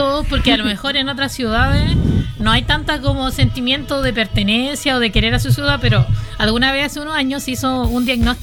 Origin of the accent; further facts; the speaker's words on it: La Ligua, Valparaíso, Chile; Yo liguana, nacida y criada.